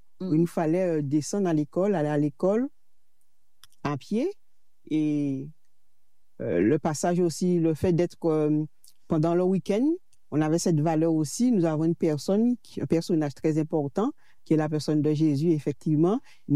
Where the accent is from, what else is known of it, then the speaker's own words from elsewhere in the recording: Ajoupa-Bouillon, Martinique; Alors, je viens de la commune d'Ajoupa-Bouillon, au nord.